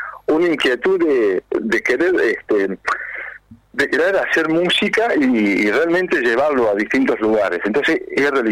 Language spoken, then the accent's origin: Spanish; Córdoba, Argentina; yo soy de provincia de Córdoba, pero hago giras por provincia de Santa Fe, Buenos Aires.